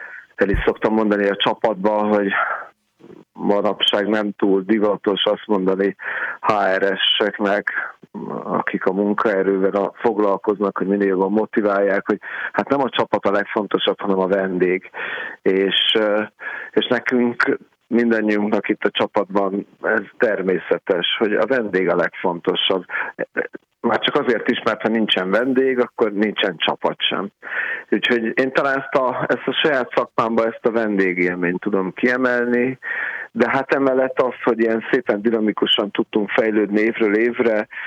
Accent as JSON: {"language": "Hungarian", "region": "Budapest", "country": "Hungary", "tie": "born or raised there", "said": "a Murizsmond körtér mellett nőttem fel, és ott a Gellért szállodában nagyon sok izgalmas autót láttam"}